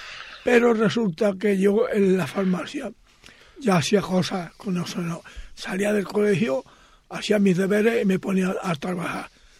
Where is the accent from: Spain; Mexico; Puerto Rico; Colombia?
Spain; Lucena, Andalusia; moved away as an adult; Yo soy de Lucena de Córdoba.